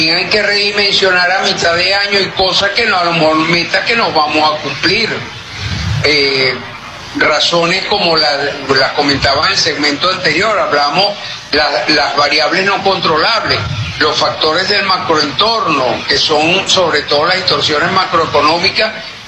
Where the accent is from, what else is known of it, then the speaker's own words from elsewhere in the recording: Venezuela; Valoramos la solidaridad como venezolanos.